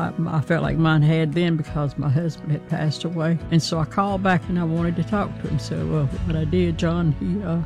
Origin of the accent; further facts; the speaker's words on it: Randleman, North Carolina, United States; I'm from Randleman, North Carolina, and this is my story.